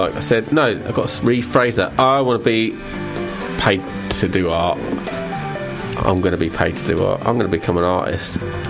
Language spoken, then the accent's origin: English; England, United Kingdom; We're English.